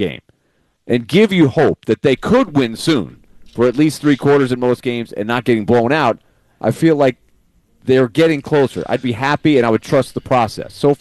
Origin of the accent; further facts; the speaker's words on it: Boston, Massachusetts, United States; born there; I was born in Boston back in the day.